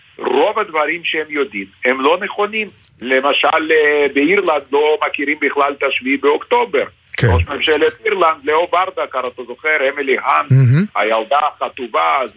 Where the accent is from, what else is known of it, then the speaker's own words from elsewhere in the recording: Lithuania; Hebrew is a second language; now in Israel; אני לפעמים מתאמן בעברית יפה כרוסי לשעבר. ליטאי.